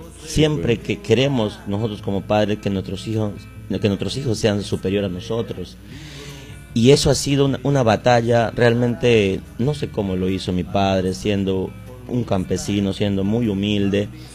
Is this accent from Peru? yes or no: yes; San Antonio de Litaya, Loreto, Peru; moved away; yo nací y crecí en San Antonio de Litaya. Mis padres, campesinos los dos, no estudiaron una universidad